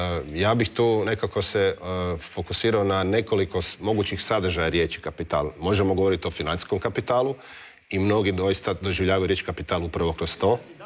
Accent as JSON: {"language": "Croatian", "town": "Zagreb", "region": "City of Zagreb", "country": "Croatia", "tie": "born or raised there", "said": "ja sam rođen u Zagrebu"}